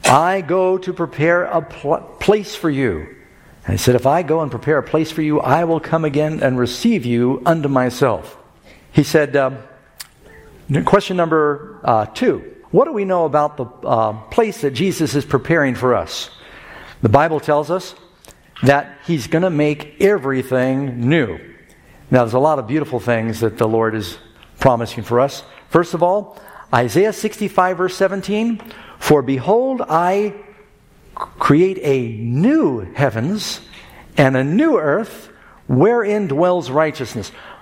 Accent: New York City, New York, United States; also born or lived in Los Angeles / Miami; I was born in Los Angeles, millions of people down there. I don't know how many now. And Mom moved to New York, grew up in New York City, another big city.

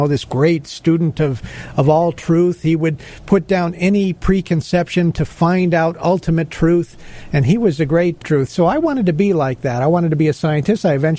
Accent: Los Angeles, California, United States; But anyway, I was raised in Los Angeles and a very secular area of this world, you may know.

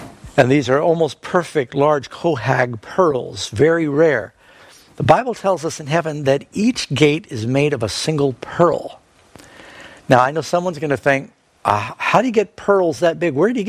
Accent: Manhattan, New York, United States; born or raised there; also born or lived in Los Angeles, United States / Miami, United States

